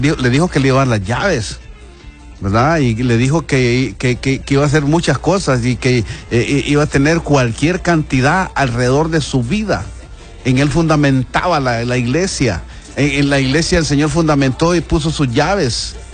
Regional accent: Tegucigalpa, Francisco Morazán, Honduras; born there; nací en Honduras, aquí en Tegucigalpa, pero mis raíces, mis abuelos, mis bisabuelos, ahí hablan que somos, pues venimos de los españoles

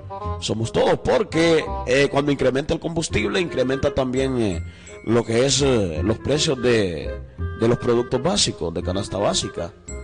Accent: Salamá, Baja Verapaz, Guatemala; piense que yo vengo de la zona de Salamá y allá habían muchas familias que no pagaban.

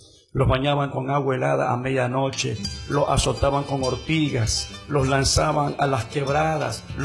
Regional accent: Chimborazo, Ecuador; en la comunidad de Chimborazo solamente, en mi país, el 95% de las comunidades hoy son evangélicas

